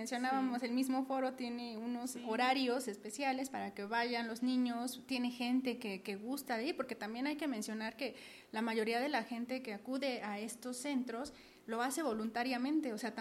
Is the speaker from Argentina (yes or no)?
no; Canoa, Puebla, Mexico; de donde soy, de Canoa